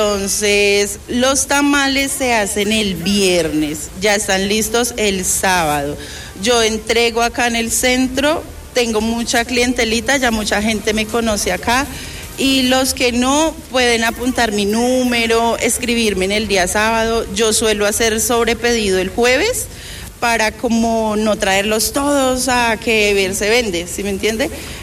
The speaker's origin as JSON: {"language": "Spanish", "region": "Tolima", "country": "Colombia", "moved": "as an adult", "lives_now": "Pereira, Colombia", "said": "soy del Tolima, pero llevo 2 años y medio acá en Pereira, feliz, enamorada."}